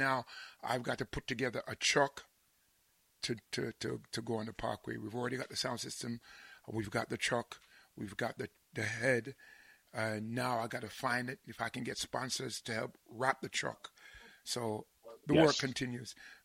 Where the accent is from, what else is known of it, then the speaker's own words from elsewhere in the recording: Frankfield, Clarendon, Jamaica; Me and you come from Frankfield, you know.